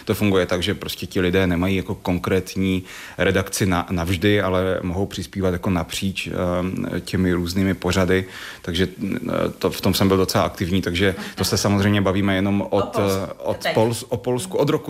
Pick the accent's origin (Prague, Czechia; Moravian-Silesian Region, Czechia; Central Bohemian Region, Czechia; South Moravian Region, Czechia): Moravian-Silesian Region, Czechia; Krásné Pole; Má manželka je přes kopec z Velké Polomy, já jsem z Krásného Pole, takže prostě nás dělil batolacího věku. Nás dělil jeden kopec, že jo, který ty dvě vesnice odděluje a jedna cyklostezka.